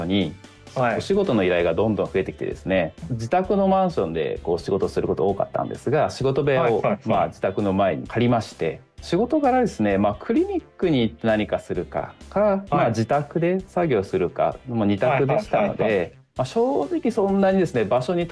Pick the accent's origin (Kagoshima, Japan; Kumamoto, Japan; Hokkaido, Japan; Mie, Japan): Hokkaido, Japan; Kushiro; moved away as an adult; now in Sapporo, Japan; 私の出身っていうのは北海道釧路市、まあ、道東にある人口15万人ぐらいの、まあ、町なんですよね